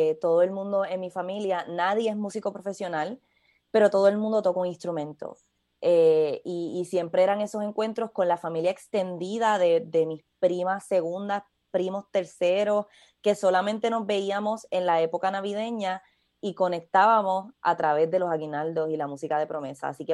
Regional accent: Caguas, Puerto Rico; also born or lived in Vega Alta / Gurabo; nací en Caguas, pero cuando empecé a tocar el cuatro, yo vivía en Vega Alta

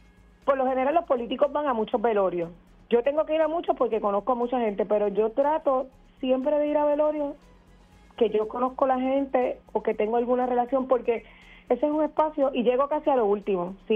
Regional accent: Carolina, Puerto Rico; yo soy de Carolina, sí, y estoy sin agua. Ahora soy zona 1

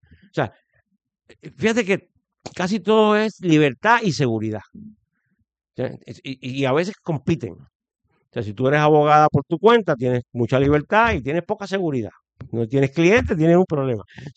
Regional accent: Puerto Rico; also born or lived in Boston; Yo soy puertorriqueño, al año estaba aquí, me he criado aquí, he vivido aquí

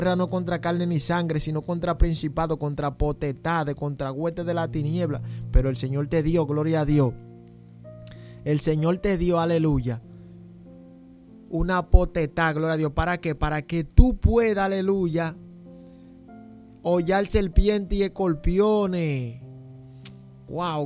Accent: Santo Domingo, Dominican Republic; como decimos en Santo Domingo

